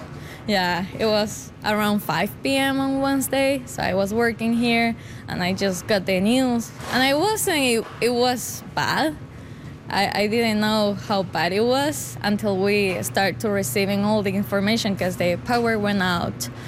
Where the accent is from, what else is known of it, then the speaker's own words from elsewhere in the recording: Venezuela; moved away as an adult; now in Saskatoon, Canada; I am the manager of the stores at Churros, and I am from Venezuela.